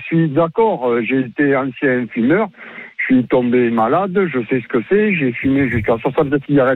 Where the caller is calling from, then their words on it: Bordeaux, Nouvelle-Aquitaine, France; Donc moi, je suis sur Bordeaux